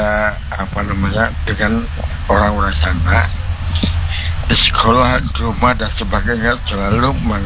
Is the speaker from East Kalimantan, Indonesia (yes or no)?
yes; Samarinda, East Kalimantan, Indonesia; born there; also born or lived in Java; now in Samarinda, Indonesia; Dulu saya asli orang Samarinda, orang Kaking, tapi saya lama di Jawa Pak.